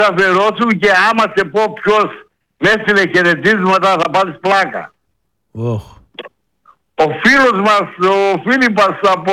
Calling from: Skydra, Central Macedonia, Greece; accent: village speech; Φίλοι είμαστε από τη Σκίδρα.

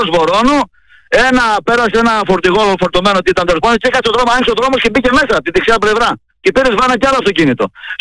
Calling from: Katerini, Central Macedonia, Greece; έχω δρόμο στην Κατερίνη. Η πόλη της Λακούβας, αδερφέ.

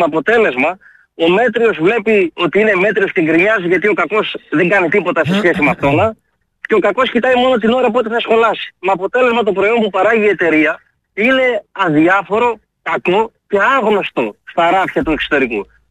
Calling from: Katerini, Central Macedonia, Greece; από Κατερίνη.

